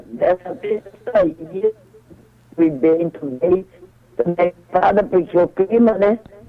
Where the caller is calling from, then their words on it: Curitiba, Paraná, Brazil